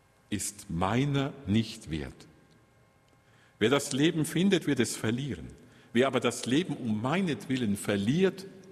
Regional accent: Kronach, Bavaria, Germany; born there; Ich bin ja in der Nähe von Bamberg geboren, in Kronach.

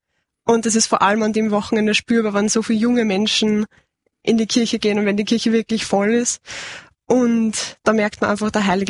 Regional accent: Lower Austria, Austria; moved away as an adult; now in Vienna, Austria; Wir sind beide aus der Nähe von Wieselburg.

